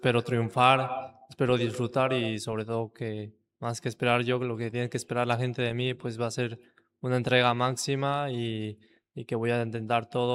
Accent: Tlaxcala, Mexico

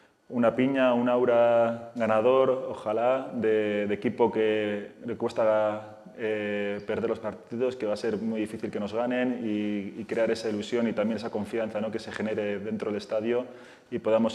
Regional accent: Bilbao, Basque Country, Spain

